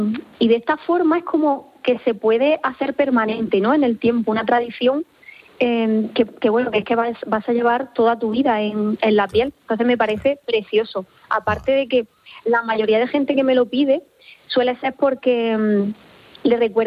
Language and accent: Spanish; Almería, Andalusia, Spain; moved away; porque soy de Almería, aunque llevo muchísimos años aquí, y el mar siempre me ha llamado mucho.